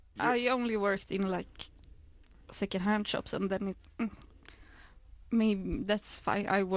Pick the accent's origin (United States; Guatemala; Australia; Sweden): Sweden; Gothenburg, Västra Götaland; English is a second language; The Swedish expert, yes.